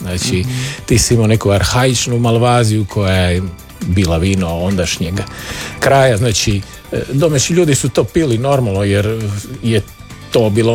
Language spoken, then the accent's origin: Croatian; Split, Split-Dalmatia County, Croatia; born there; kad sam se ja rodio, mama je bila u Vranjicu i ja sam rođen u Splitu